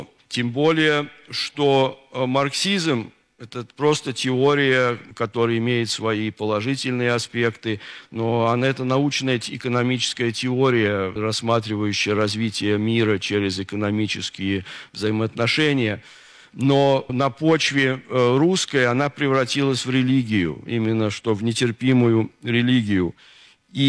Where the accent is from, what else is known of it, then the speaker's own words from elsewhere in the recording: Moscow, Russia; moved away; Ну и я из Москвы.